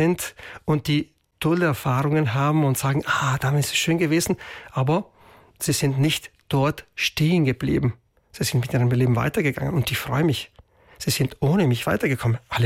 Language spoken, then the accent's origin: German; Merano, Trentino-Alto Adige, Italy; moved away as an adult; also born or lived in Bolzano; ich bin ein Meraner, gell? Deswegen, ich bin gebürtig in Meran